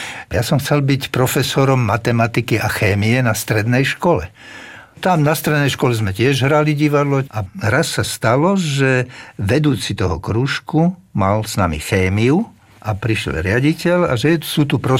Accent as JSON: {"language": "Slovak", "region": "Bratislava Region", "country": "Slovakia", "accent": "Záhorie dialect", "said": "aj otec s nami často hovorili, teda na nás hovorili po nemecky a my sme odpovedali po záhorácky, lebo mama bola záhoráčka."}